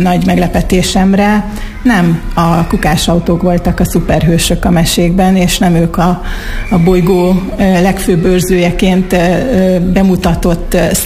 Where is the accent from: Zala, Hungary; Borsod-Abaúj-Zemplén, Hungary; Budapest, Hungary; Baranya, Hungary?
Borsod-Abaúj-Zemplén, Hungary; Miskolc; also born or lived in Norway; Még Norvégiából is nagy örömmel követtem, figyelemmel, hogy mi zajlik a szülővárosomban, illetve még a gimnáziumot is itt jártam. Úgyhogy nagyon kedves számomra Miskolc